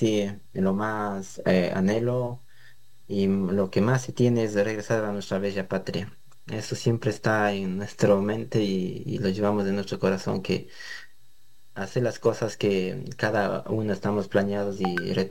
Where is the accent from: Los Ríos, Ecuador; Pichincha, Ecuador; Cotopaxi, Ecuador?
Cotopaxi, Ecuador; now in Queens, New York, United States; todo el pueblo cotopaxense que nos radicamos acá cerca de Queens, de New York